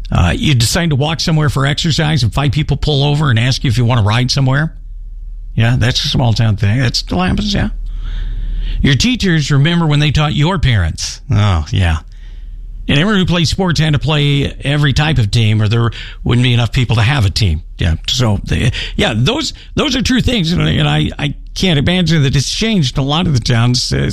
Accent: United States; now in Billings, United States; I grew up in Kansas City, but I always say that, but it's actually a small town just outside of Kansas City, so I could relate to all of these signs that you're from a small town.

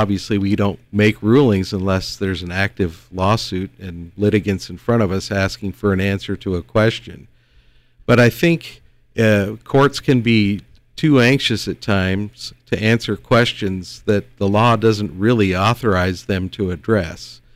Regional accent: Billings, Montana, United States; born there; I was born here in Billings.

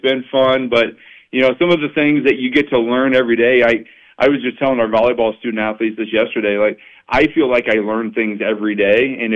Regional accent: Iowa, United States; now in Montana, United States; Even growing up in Iowa

